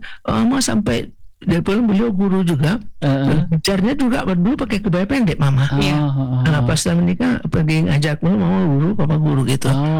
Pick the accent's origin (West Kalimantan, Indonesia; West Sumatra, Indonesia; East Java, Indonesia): West Sumatra, Indonesia; Kalau kita Minang nggak pakai batik di bawah.